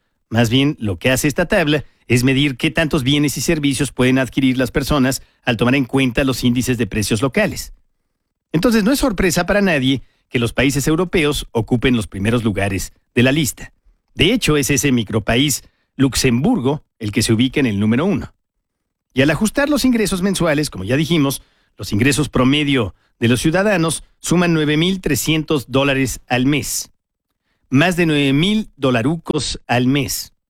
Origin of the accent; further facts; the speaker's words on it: Mexico; ¿Qué lugar ocupamos los mexicanos en esta lista?